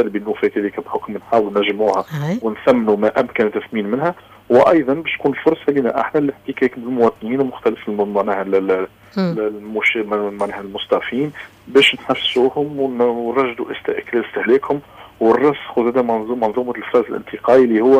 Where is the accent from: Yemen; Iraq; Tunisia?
Tunisia; اللي كتوانسه